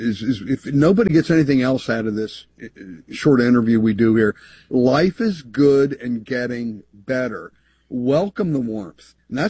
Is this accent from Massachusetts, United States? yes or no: no; Pennsylvania, United States